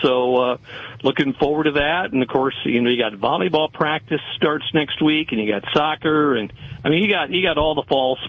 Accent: Minnesota, United States; I've been a Vikings fan since I was a kid. I grew up in Minnesota and was a big Vikings fan.

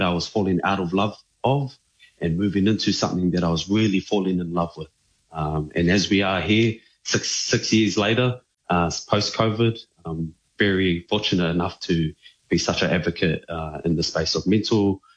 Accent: Tokoroa, Waikato, New Zealand; also born or lived in South Auckland; I am a proud New Zealand-born Cook Island Welsh descendant. I grew up in Tokoroa and South Auckland.

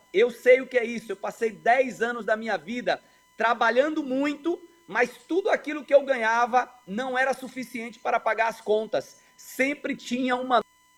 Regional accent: Bahia, Brazil; como baiano que sou

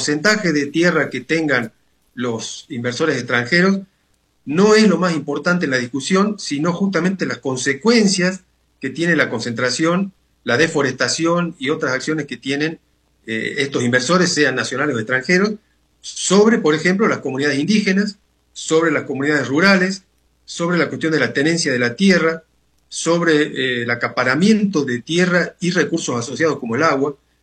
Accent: Argentina; incluso desde el punto de vista personal, ¿no? como ciudadano argentino.

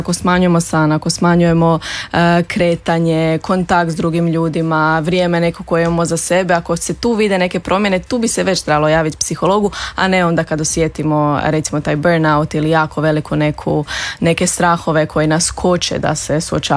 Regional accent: Croatia; now in Zagreb, Croatia; ovdje kod nas u Hrvatskoj, u Zagrebu

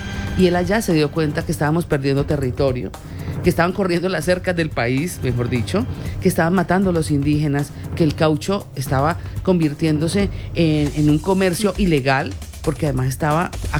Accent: Huila, Colombia; yo soy del Huila

